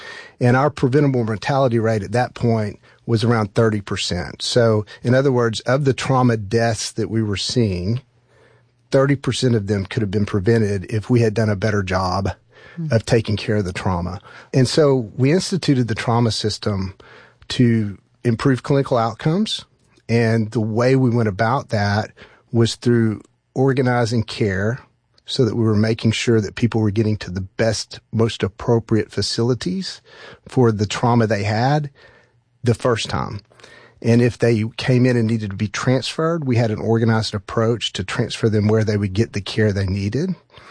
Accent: Fort Smith, Arkansas, United States; went back to work near my hometown in Fort Smith.

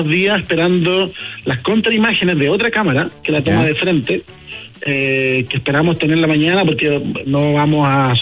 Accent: Chile; A nosotros como chilenos siempre nos faltan motivos todos los días para estar enojados y enrabiados con algo

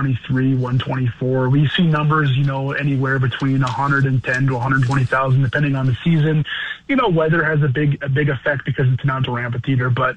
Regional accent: North Dakota, United States; We live here, grew up here

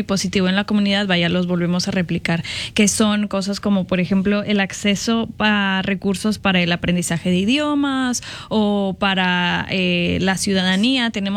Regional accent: Mexico; moved away as an adult; now in Madison, United States; yo crecí toda mi vida en México

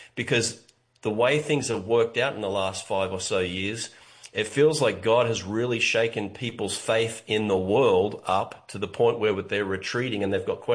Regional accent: Ballina, New South Wales, Australia; No, I grew up in Australia. First 22 years of my life, grew up in a little town called Ballina on the east coast of Australia.

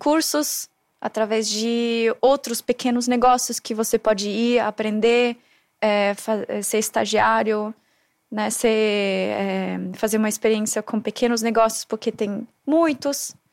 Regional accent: Austria; Portuguese is a second language; now in Brazil

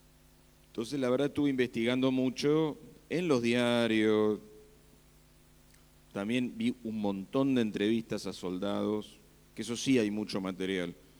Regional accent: Castelar, Buenos Aires Province, Argentina

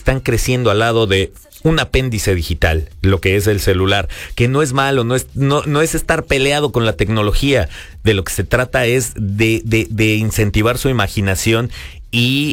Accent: Mexico City, Mexico; Pues sí, somos chilangos. Y al final, pues ya saben, o sea, sí. Yo sí crecí en un huacal de aguacates o de jitomates, en cualquier pulcata que se puedan imaginar. O sea, orgullosamente.

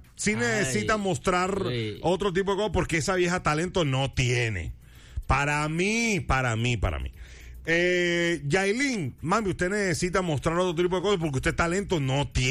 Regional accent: Barranquilla, Atlántico, Colombia; la jerga, el dialecto de nosotros, los barranquilleros

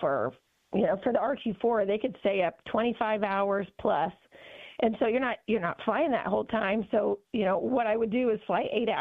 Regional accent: Indianapolis, Indiana, United States; So I grew up in Indianapolis. I was born right in Indy, and then I graduated from Carmel High School.

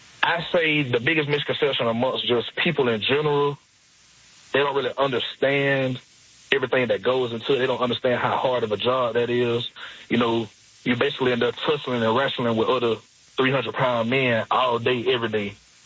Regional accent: Georgia, United States; I'm originally from South Georgia, like

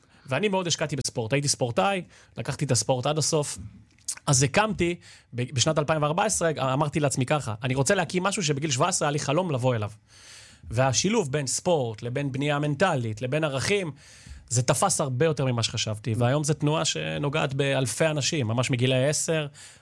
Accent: Jerusalem, Jerusalem District, Israel; ירושלמי במקור.

